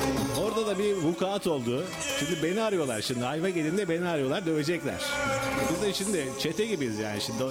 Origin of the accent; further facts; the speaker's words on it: Mersin, Turkey; Güneykent, yani benim çocukluğumun geçtiği, gençliğimin geçtiği sokaklar.